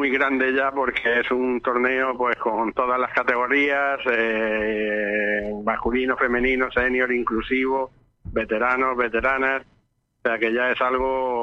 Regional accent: Pulpí, Andalusia, Spain; En principio era para ver el rugby en mi pueblo, en San Juan de los Terreros, en Pulpí

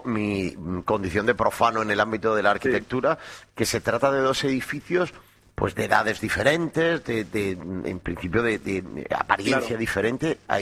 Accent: Almería, Andalusia, Spain; soy almeriense

